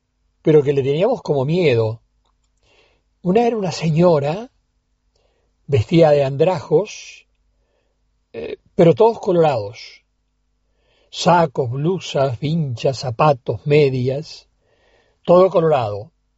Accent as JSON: {"language": "Spanish", "region": "Montevideo", "country": "Uruguay", "tie": "born or raised there", "said": "yo soy montevideano, de la zona de el barrio Bolívar. A mí me encantaba decir en las estribaciones del Cerrito de la Victoria. Y allí en la calle Juan Cruz Varela, Cardoso, esa era mi zona."}